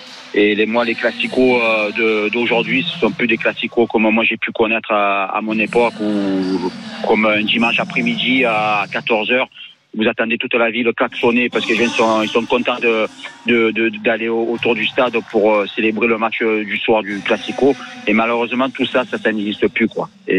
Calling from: Marseille, Provence-Alpes-Côte d'Azur, France; De Marseille, je suis de Marseille, moi.

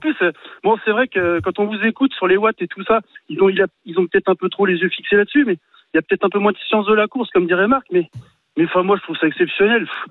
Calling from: Gorron, Pays de la Loire, France; Moi je suis à côté de Goron.

